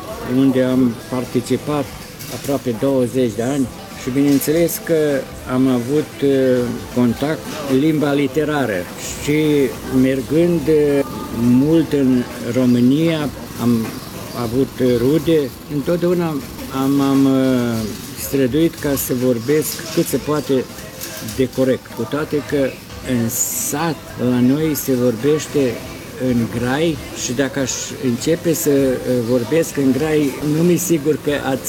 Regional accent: Satu Nou, Vojvodina, Serbia; Eu îs român și mă consider român și prețuiesc, indiferent că trăiesc în Serbia, dar eu trăiesc în Banatul istoric. Banatul istoric n-a fost Serbia

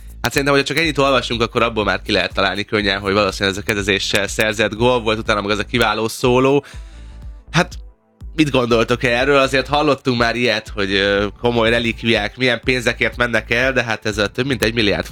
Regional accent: Hungary; De magyarok vagyunk, úgyhogy imádunk számolni.

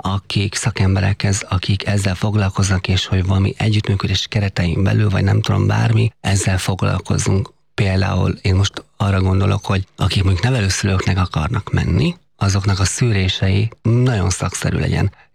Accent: Heves, Hungary; Én Heves megyében nőttem föl. Az ottani rokonok vették meg a legtöbben

